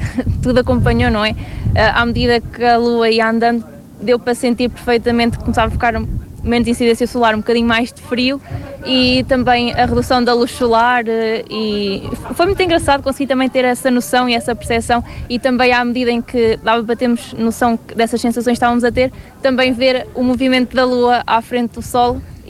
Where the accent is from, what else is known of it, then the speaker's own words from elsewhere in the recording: Guarda, Portugal; Sim, eu sou da Guarda, tenho uma irmã que mora em Viseu